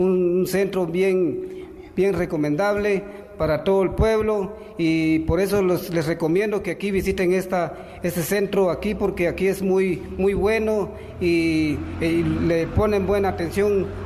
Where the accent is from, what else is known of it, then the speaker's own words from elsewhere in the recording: Barberena, Santa Rosa, Guatemala; soy de aquí de Barberena